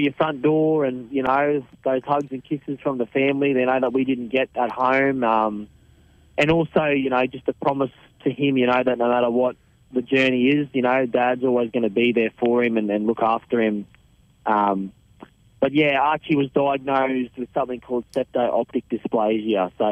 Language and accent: English; Yeppoon, Queensland, Australia; Yeah, mate, yeah, this is home, yeah, born and bred here, so haven't got out yet, mate. I went down to Brisbane there for when I was 18, 19, playing a bit of footy, mate, but nah, this is home, mate, so.